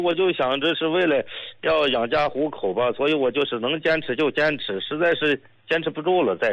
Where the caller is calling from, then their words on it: Shandong, China; 我家是山东的，我呢是一名出租车司机